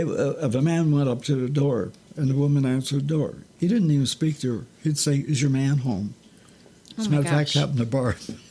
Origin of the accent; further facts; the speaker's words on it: Newfoundland and Labrador, Canada; Newfoundlanders, you know, we live on an island.